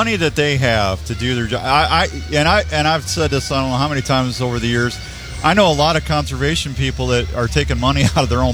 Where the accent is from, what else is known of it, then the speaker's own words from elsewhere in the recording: Missouri, United States; now in Iowa, United States; growing up in Missouri